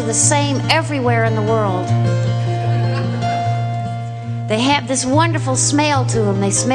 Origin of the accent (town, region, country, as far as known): Austin, Texas, United States; born there